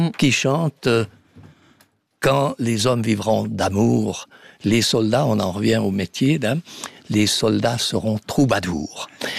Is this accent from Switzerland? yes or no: yes; Fribourg, Switzerland; je viens de Fribourg où nous parlons ce qu'on appelle le bolt, c'est-à-dire le mélange des deux langues allemand et français du coin.